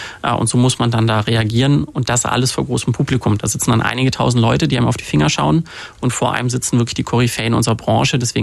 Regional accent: Cologne, North Rhine-Westphalia, Germany; Ich komme aus Köln. Das ist eine Stadt, die eher für Bier als für Wein bekannt ist.

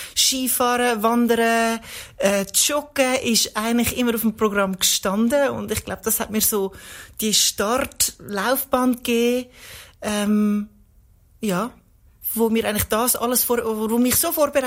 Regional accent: Wetzikon, Zurich, Switzerland; born there; Ich bin in Wetzikon, Zürich geboren. Bin in einer sehr behüteten, eigentlich fast perfekten Familie aufgewachsen.

